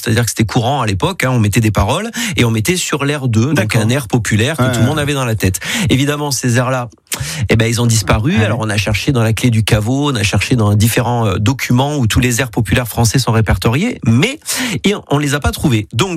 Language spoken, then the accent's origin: French; Vaison-la-Romaine, Provence-Alpes-Côte d'Azur, France; born there; now in Mazan, France; je suis né à Vaison-la-Romaine, mais j'habite à Mazan.